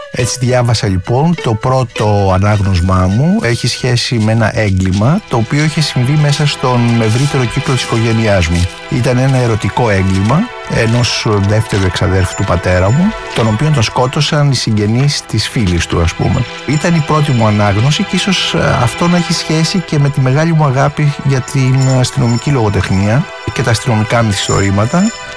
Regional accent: Patras, Western Greece, Greece; born there

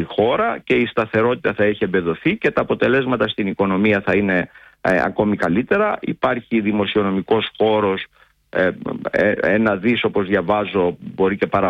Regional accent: Thessaly, Greece; Όποιος καεί στο χυλό, φυσάει και το γιαούρτι, λένε στην πατρίδα μου, τη Θεσσαλία.

